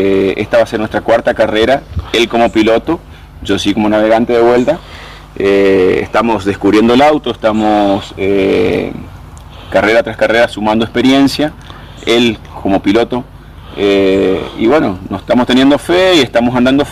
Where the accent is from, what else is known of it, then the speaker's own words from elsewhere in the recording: Jardín América, Misiones, Argentina; La primera vez que corro en mi tierra, en mi casa, en mi Jardín América.